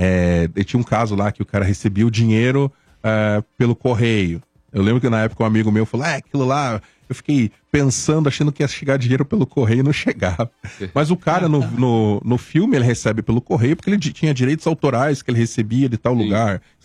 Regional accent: Santa Catarina, Brazil; era mais conhecido regionalmente, eu sou de Santa Catarina, né?

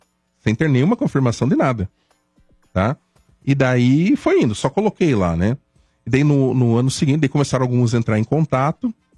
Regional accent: Santa Catarina, Brazil; era mais conhecido regionalmente, eu sou de Santa Catarina, né?

